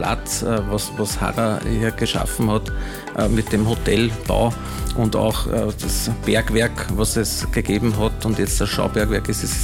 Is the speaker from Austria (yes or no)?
yes; Austria; now in Carinthia, Austria; wir sind aus Oberösterreich und aus Niederösterreich, wir beide.